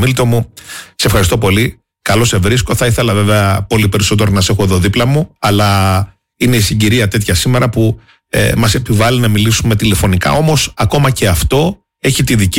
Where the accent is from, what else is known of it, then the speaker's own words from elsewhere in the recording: Crete, Greece; now in Heraklion, Greece; στα μέρη μας εκεί προς τη Σιτία και το Μεραμπέλο